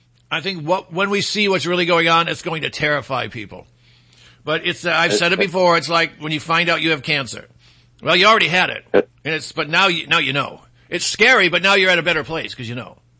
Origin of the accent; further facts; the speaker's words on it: Michigan, United States; my home state, which is also the great state of Michigan.